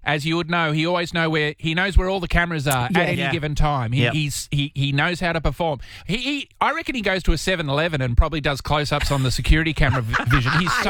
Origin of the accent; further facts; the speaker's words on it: Sydney, New South Wales, Australia; moved away; also born or lived in Romsey, Victoria; I grew up in Sydney.